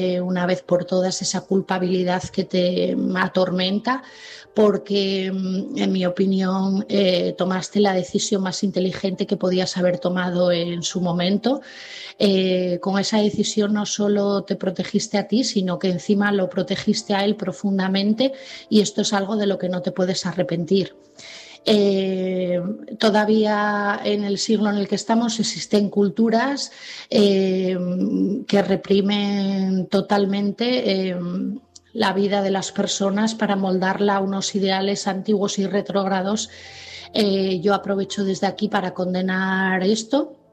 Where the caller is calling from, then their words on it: Asturias, Spain; de Asturias y mi mensaje esta noche es para Pedro.